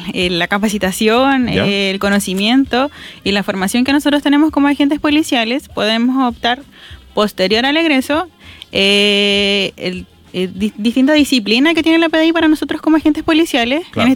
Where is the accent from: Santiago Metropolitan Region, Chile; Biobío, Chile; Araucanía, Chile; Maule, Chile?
Biobío, Chile; Talcahuano; Oriunda de Talcahuano. Me crié. Sí. Me crié en el barrio, en el sector donde se van a formar los nuevos agentes policiales.